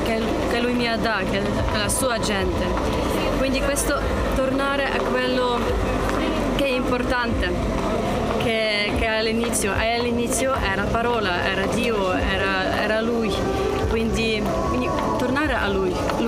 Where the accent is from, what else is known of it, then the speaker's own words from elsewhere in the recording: Ukraine; Italian is a second language; moved away as an adult; now in Italy; E vengo da Ucraina, certamente